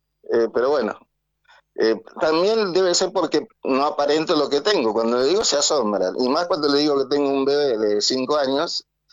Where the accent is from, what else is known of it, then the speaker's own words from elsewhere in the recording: Santo Tomé, Corrientes, Argentina; born there; now in Concordia, Argentina; Yo nací en Santo Tomé Corrientes.